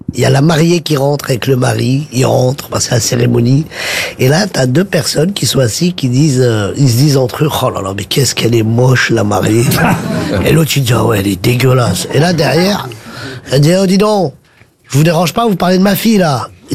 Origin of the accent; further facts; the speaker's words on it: Paris, Île-de-France, France